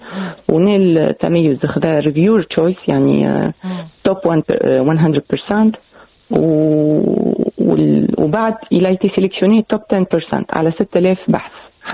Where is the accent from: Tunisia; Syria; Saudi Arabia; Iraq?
Tunisia; انا بنت تونس وقريت في تونس نعرف شنو التحديات الموجودة